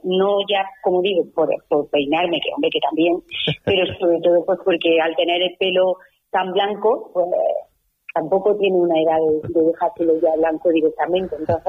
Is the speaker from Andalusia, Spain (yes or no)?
yes; Linares, Andalusia, Spain; also born or lived in Granada / Madrid; mi infancia transcurrió aquí en Linares, y después cuando finalicé los estudios, en este caso de COU, pues una vez cuando probé selectividad, pues me fui a Granada a estudiar.